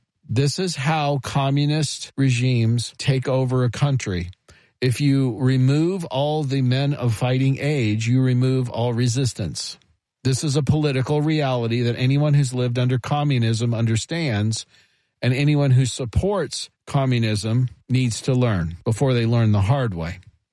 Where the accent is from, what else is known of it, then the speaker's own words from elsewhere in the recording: United States; born there; I'm first-generation American. … is a Hungarian name. I was born here in the United States. My dad escaped from Hungary in 1956.